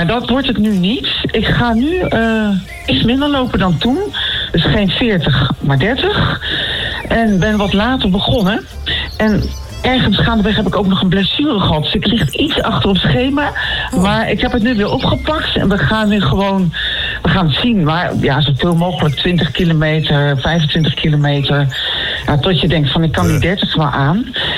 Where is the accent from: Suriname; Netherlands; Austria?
Netherlands; Nijmegen, Gelderland; Nou, ik ben deels opgegroeid in Nijmegen.